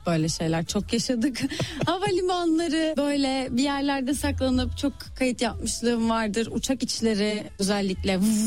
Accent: İzmir, Turkey; Ne bileyim, İzmirliyim işte.

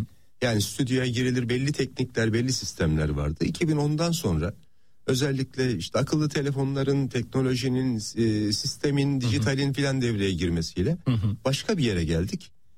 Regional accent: Ankara, Turkey; Tabii canım, Ankara bizim kökenimiz.

